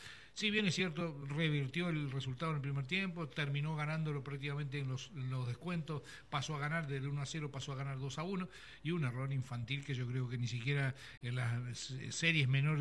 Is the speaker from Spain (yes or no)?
no; Uruguay; no deja ser uruguayo